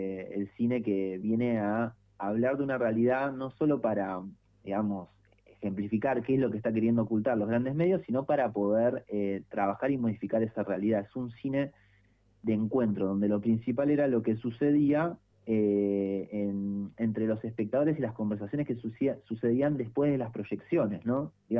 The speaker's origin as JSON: {"language": "Spanish", "town": "Villa Sarmiento", "region": "Buenos Aires Province", "country": "Argentina", "tie": "born or raised there", "also_born_or_lived": "Ciudadela", "said": "Yo soy de Villa Sarmiento, esos partidos de Morón"}